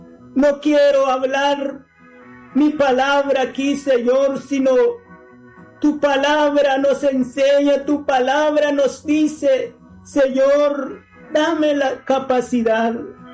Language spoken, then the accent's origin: Spanish; Guatemala; ¿cuántas emisoras hay en mi país, Guatemala?